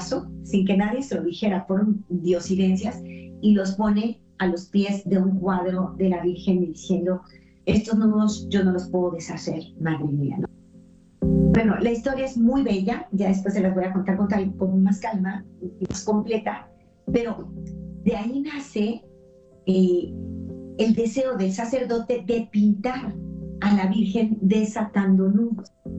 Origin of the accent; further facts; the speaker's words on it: Mexico; Hoy se abrió el santuario en mi país, en Cancún.